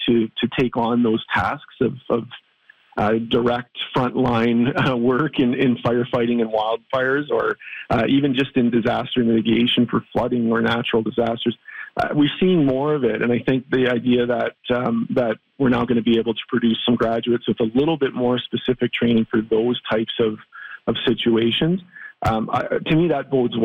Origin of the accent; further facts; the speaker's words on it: Sault Ste. Marie, Ontario, Canada; So I grew up in Sault Ste. Marie, and my father was involved in the aviation forest fire management branch for the government, and so it was always part of our growing up.